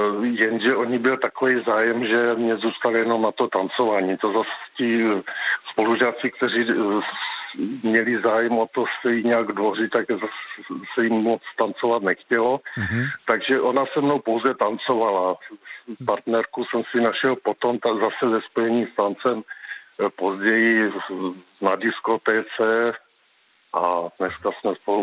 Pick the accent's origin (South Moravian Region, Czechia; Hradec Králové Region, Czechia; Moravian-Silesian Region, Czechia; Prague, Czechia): South Moravian Region, Czechia; Brno; now in Jedovnice, Czechia; No, já jsem původem Brňák, teď bydlím v Jedovnicích, kousek od Brna. Mhm. Nicméně do školy jsem chodil v Brně a na gymnázium